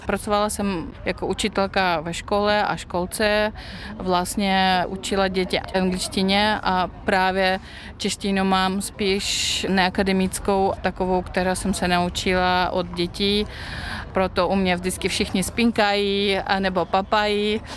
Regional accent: Belarus; Czech is a second language; moved away as an adult; also born or lived in Olomouc; now in Czech Republic; Já pocházím z Běloruska a bydlím v Česku už přes 16 let.

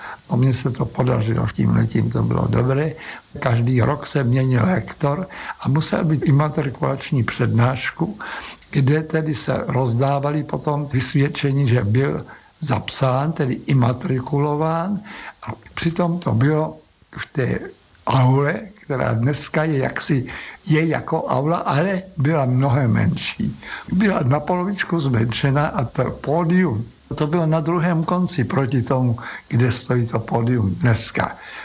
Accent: Prague, Czechia; born there; kde jsme bydleli tam, kde dneska končí tunel letenský a tam končila taky Praha.

